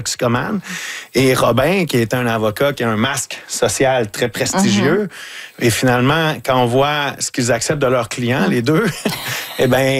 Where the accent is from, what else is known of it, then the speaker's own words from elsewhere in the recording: Lavaltrie, Quebec, Canada; now in Montreal, Canada; moi je viens de la Valtrie, dans la région de la Naudière, puis quand je suis arrivé à Montréal, c'était ma porte d'entrée vers Montréal, et j'ai pas mal toujours habité là depuis 25 ans.